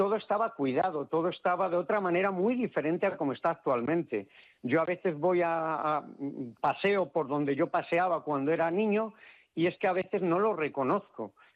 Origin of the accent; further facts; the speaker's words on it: Villamanta, Community of Madrid, Spain; Yo ya tengo una edad y he conocido mi pueblo, me han traído al mundo en Villamanta uh-huh. y me he criado toda mi vida en Villamanta.